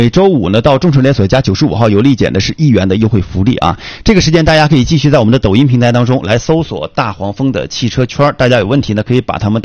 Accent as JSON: {"language": "Chinese", "country": "China", "said": "我真的作为中国人看着金葵花这个车"}